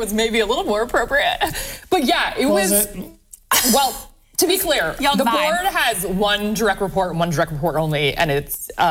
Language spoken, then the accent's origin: English; Sylvania, Ohio, United States; now in Toledo, United States; I was born in Toledo. We quickly moved to Sylvania. I was raised in Sylvania, yep. And I went to college at Bowling Green State University, and then I have never left. I am born and raised and live in Toledo, yeah.